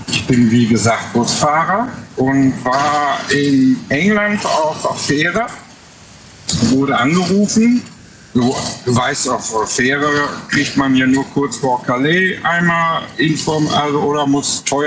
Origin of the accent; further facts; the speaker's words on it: Recklinghausen, North Rhine-Westphalia, Germany; ich komme aus Nordrhein-Westfalen.